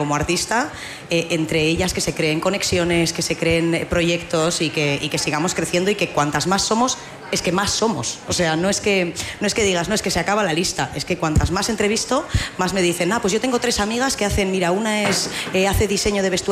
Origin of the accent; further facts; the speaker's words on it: Bilbao, Basque Country, Spain; yo soy de Bilbao, adoro mi país vasco